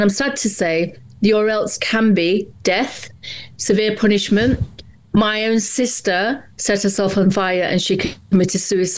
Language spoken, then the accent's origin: English; England, United Kingdom; I was born in Britain. I'm one of seven sisters. My parents were Indian, Sikh, and we went to school here in England